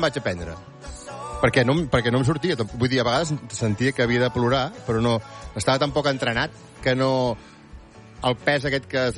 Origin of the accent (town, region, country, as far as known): La Bisbal d'Empordà, Catalonia, Spain